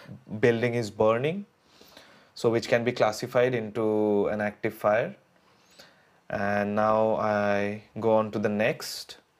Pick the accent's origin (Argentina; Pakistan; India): India; Kolkata, West Bengal; I'm from Kolkata, India, and right now I'm 29 years old, and I'm currently pursuing my master's over here.